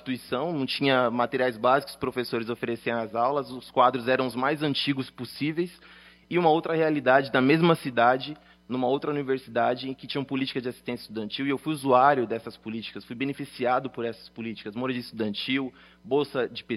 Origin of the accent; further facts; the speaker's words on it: São Paulo, Brazil; eu sou da Zona Leste de São Paulo, eu nasci no Jardim dos Ipês, um lugar que de jardim de IP nunca teve nada, então era favela quebrada.